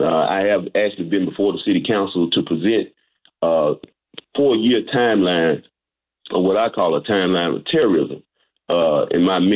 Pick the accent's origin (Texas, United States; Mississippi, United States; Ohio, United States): Mississippi, United States; Senatobia; Senatobia, Mississippi happens to be my hometown. I have lived here my whole life.